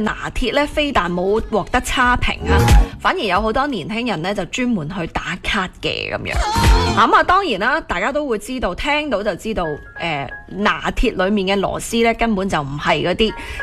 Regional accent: Guangdong, China; 作为我哋广东土生土长嘅广东人咧

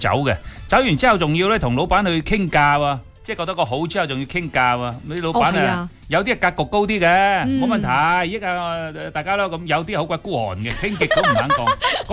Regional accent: Guangdong, China; 我哋广东

